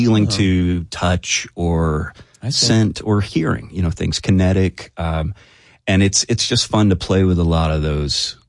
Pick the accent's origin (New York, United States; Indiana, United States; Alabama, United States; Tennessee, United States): Alabama, United States; Prattville; You know, it was very green. A lot of kudzu, a lot of red clay hills that are kind of lovely to spend some time with. But it's fairly quiet.